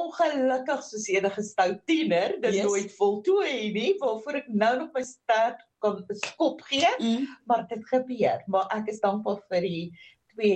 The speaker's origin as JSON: {"language": "Afrikaans", "town": "Ermelo", "region": "Mpumalanga", "country": "South Africa", "said": "Ek kom uit die AGS kerk uit en daar uit Mpumalanga Ermelo."}